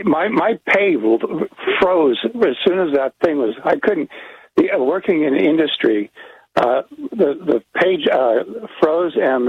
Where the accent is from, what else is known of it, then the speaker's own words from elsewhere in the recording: United States; Now, I'm a Social Security retiree, and I'm not a deadbeat. And the thing is, I feel the way, and I'm an American worker